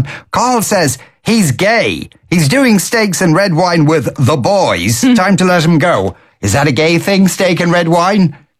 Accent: Clondalkin, Leinster, Ireland

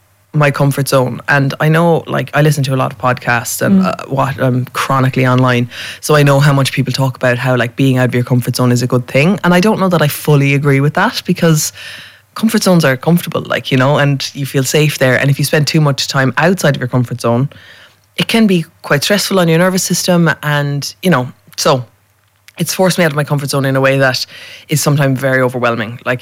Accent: Cork, Munster, Ireland; like you're from Limerick, I'm from Cork.

